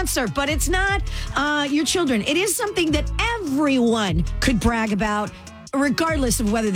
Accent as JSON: {"language": "English", "town": "Cleveland", "region": "Ohio", "country": "United States", "tie": "born there", "moved": "yes", "said": "I was born in Cleveland, so the Browns are my team"}